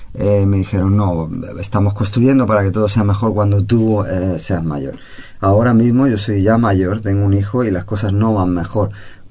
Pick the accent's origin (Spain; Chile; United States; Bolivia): Spain; moved away as an adult; also born or lived in Leipzig, Germany; now in Germany; Mi hijo ha nacido en Nuremberg, o sea que me siento muy, muy, también español, por supuesto, pero alemán también